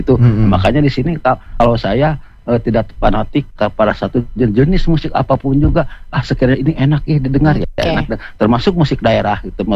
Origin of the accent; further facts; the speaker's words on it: West Java, Indonesia; kalau Sunda daerah saya sendiri kan.